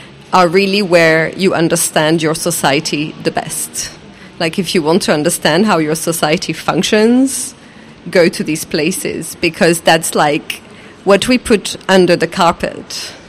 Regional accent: Algeria; Personally for me, I grew up in Algeria in the 90s and we had a civil war where all the institutions collapsed

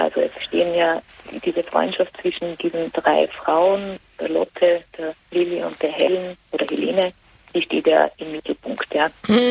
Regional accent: Vienna, Austria; Ich bin Wienerin, mich interessiert die Geschichte meiner Stadt sehr.

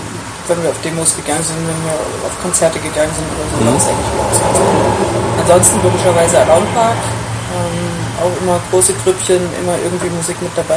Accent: Dresden, Saxony, Germany; Ich komme aus Dresden. Bin hier aufgewachsen. Bin jetzt 29 Jahre alt.

